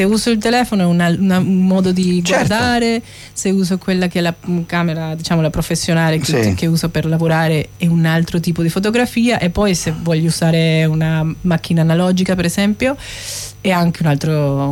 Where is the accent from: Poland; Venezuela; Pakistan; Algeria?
Venezuela; Caracas, Capital District; Italian is a second language; come una fotografa che sono nata, cresciuta a Caracas